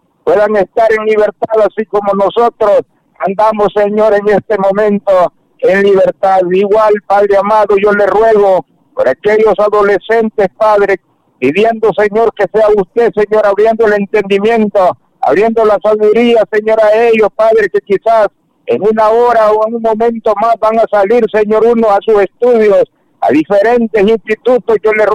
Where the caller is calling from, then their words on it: Sabá, Colón, Honduras; mi pueblo de Sabat, Colón, Honduras.